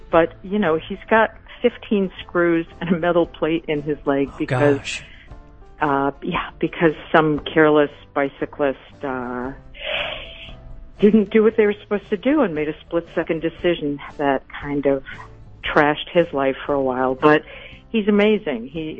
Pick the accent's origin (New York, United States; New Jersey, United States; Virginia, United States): New York, United States; New York City; she wanted me to be the dutiful Polish child. And I grew up in New York City in the 1970s